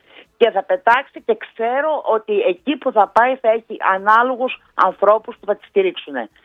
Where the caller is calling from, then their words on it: Didymoteicho, Eastern Macedonia and Thrace, Greece; Είμαι μία μητέρα από το Δημότυχο.